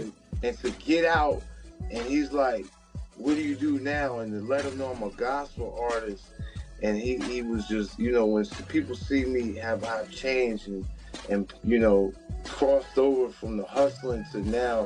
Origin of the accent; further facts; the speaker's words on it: Virginia, United States; You know, shout out to everybody in Virginia. That's my hometown. That's where I'm from.